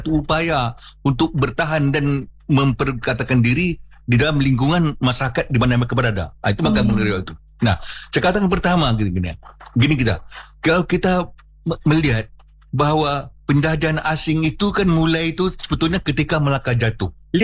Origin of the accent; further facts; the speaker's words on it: Riau, Indonesia; kenapa kita Melayu-Riau ini memang dia agak kurang suka memamerkan diri.